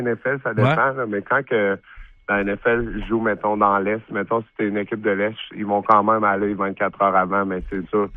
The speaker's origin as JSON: {"language": "French", "region": "Quebec", "country": "Canada", "said": "Je reste un honneur pour moi de pouvoir être ici à Québec en tant que Québécois"}